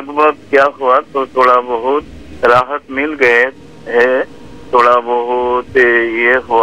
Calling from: Assam, India; District है श्री भूमि, असम से तालुका से है ना।

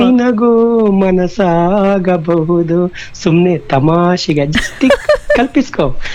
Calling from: Bengaluru, Karnataka, India; ಬೆಂಗಳೂರಿನಿಂದ

